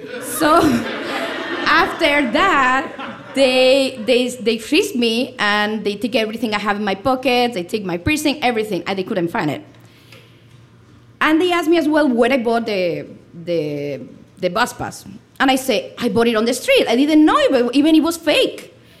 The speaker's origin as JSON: {"language": "English", "country": "Spain", "second_language": "English", "said": "I'm from Spain, so I'm going to let you know how the Spaniards are."}